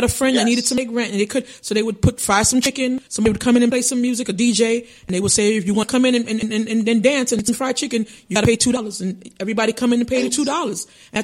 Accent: New York City, New York, United States; moved away; There's a church in Brooklyn, not too far from where I grew up in Parkside Avenue

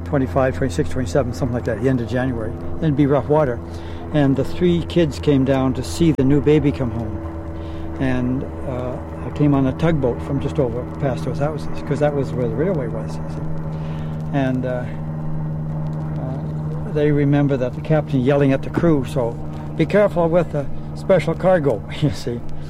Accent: Duncan, British Columbia, Canada; I was born actually in Duncan. And January the 20th

